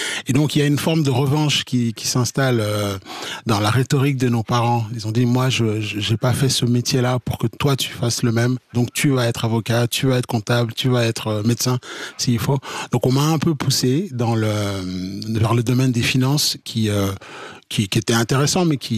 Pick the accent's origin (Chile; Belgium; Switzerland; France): Switzerland; Donc non, mes parents sont arrivés en Suisse début des années 80 et moi je suis né en Suisse. Et donc j'ai fait tout mon cursus scolaire, professionnel en Suisse.